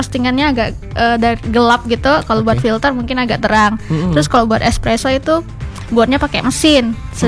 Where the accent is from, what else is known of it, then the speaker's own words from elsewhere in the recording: Ngabang, West Kalimantan, Indonesia; moved away as an adult; Asalnya dari Kabupaten Landak, tepatnya di Ngabang.